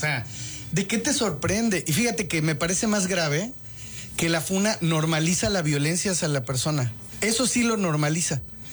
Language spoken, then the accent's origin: Spanish; Mexico; sobre todo para un país del tercer mundo como los mexicanos, ¿no?